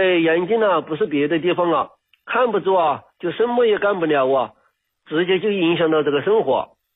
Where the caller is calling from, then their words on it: Chongqing, China; 哎，我是重庆的。